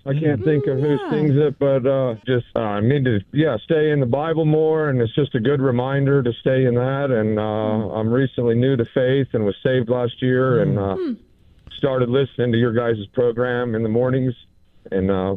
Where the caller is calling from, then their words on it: Ogallala, Nebraska, United States; Ogallala, Nebraska